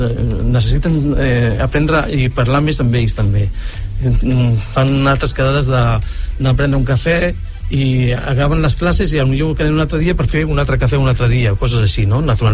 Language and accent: Catalan; Sant Boi de Llobregat, Catalonia, Spain; jo soc fill de Sant Boi de tota la vida